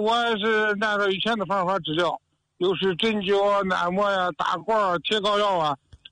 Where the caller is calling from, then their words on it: Baoding, Hebei, China; 我是河北保定的。